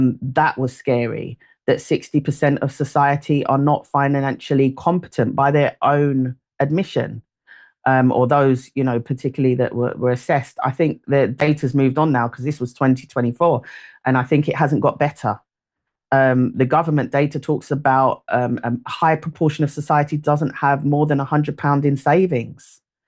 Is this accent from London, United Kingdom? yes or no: yes; London, United Kingdom; I did not grow up with a silver spoon in my mouth. I grew up in Peckham and Brixton and tough areas.